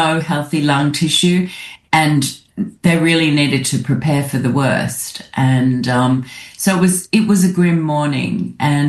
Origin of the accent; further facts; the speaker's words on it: Australia; I really thought of myself as Australian first and Jewish, not even a close second. So my Jewish background was very limited.